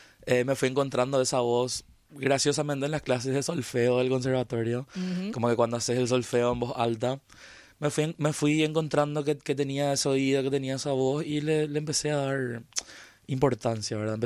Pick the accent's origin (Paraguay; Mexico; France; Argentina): Paraguay; Asunción; soy de Asunción, nací acá, me crié acá, aunque me encanta mucho moverme por todas partes.